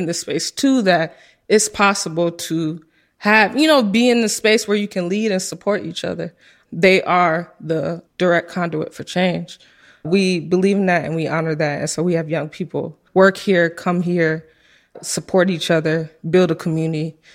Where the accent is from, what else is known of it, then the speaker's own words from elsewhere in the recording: Evanston, Illinois, United States; moved away as an adult; now in Chicago, United States; I grew up in Evanston my whole life.